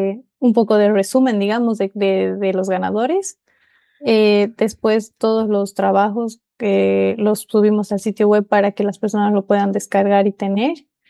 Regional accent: Bolivia

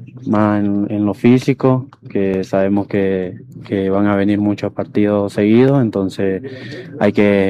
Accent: Cobija, Pando, Bolivia; born there; Yo nací en Pando, Cobija.

